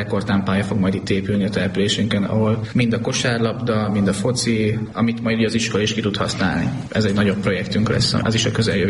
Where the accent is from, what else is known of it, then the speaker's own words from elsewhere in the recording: Lucfalva, Nógrád, Hungary; Ugye itt születtem, itt nőttem fel, és ide is terveztem a jövőmet, mert én úgy gondolom, hogy Lucfalva már az agglomeráció része